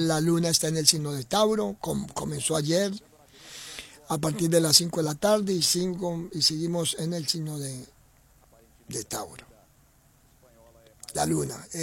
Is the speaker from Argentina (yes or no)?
yes; Argentina; Yo como argentino siempre soy muy agradecido de México por haber salvado la vida de cientos de argentinos durante la dictadura.